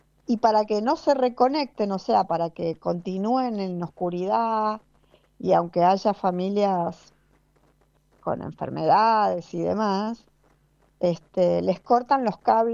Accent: our province, Mendoza, Argentina

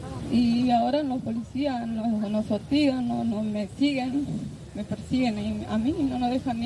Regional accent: Pichanal, Salta, Argentina; soy de Pichanal, Salta.

